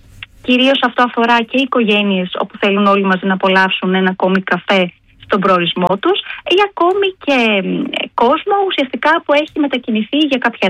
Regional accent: Central Greece, Greece; Ισχύει, ισχύει, και είμαι από τη Φωκίδα, μπορώ να σας το επιβεβαιώσω.

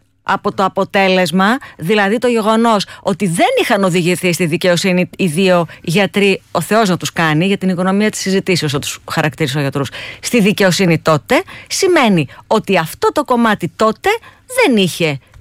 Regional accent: Drymonas, Western Greece, Greece; Μήπως λοιπόν η έλεγχη ήταν τσάτρα-πάτρα που λένε και στο χωριό μου, στο Δρυμόνο Αιτωλό Καρνανίας?

